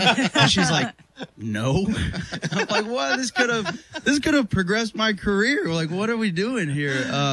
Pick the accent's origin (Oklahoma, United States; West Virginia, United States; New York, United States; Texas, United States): Oklahoma, United States; Bixby; Bixby, Oklahoma.